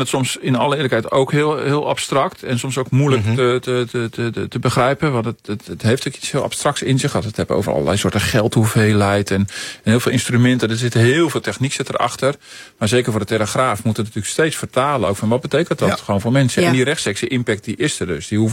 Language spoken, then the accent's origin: Dutch; Netherlands; Dat wij als Nederlanders ook vertrouwen blijven houden in die centrale bank, dat die er ook voor ons is.